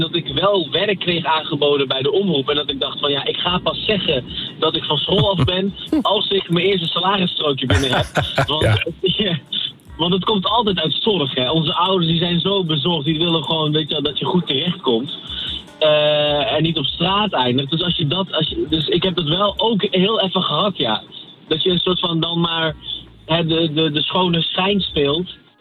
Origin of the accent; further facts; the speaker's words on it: North Brabant, Netherlands; Ik denk dat, ja, jullie zijn zelf Brabant, dus er zitten genoeg Marokkanen in Brabant. Want ja, ik ben zelf ook uit Brabant.